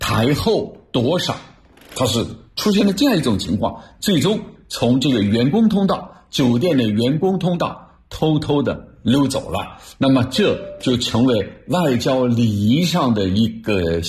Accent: China; 我们中国人有句话叫什么

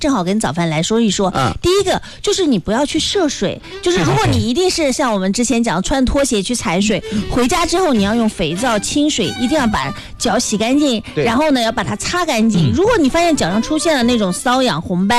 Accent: Nanjing, Jiangsu, China; accent: Nanjing dialect; 我们南京话讲要牙

